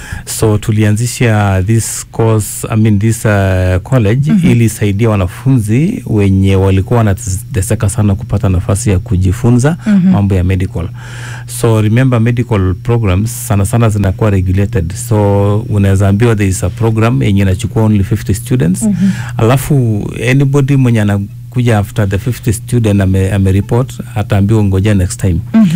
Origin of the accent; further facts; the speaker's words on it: Uasin Gishu County, Kenya; born there; now in Lesos, Kenya; Mimi nimezaliwa upande wa Uasin Gishu. Ninaishi pia Nandi. That is Lesos. Lakini kikazi niko Nakuru.